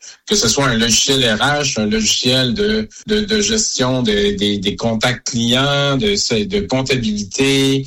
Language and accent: French; Quebec, Canada